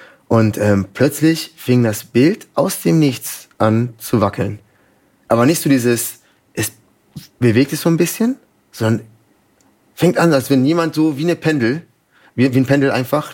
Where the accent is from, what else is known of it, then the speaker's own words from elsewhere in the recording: Dachau, Bavaria, Germany; born there; also born or lived in Bogotá, Colombia; ich bin in Dachau geboren, bist in München, da die Ecke. Und dann war ich die ersten 7,5 Jahre meines Lebens in Bogota, haben wir gelebt.